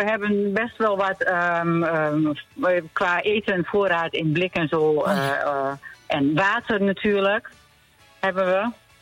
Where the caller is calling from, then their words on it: Den Ham, Overijssel, Netherlands; Ik woon in Den Ham.